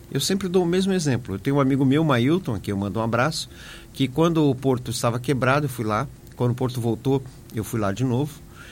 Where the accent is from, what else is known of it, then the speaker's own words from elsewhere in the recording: Itajaí, Santa Catarina, Brazil; todos nós que somos de Itajaí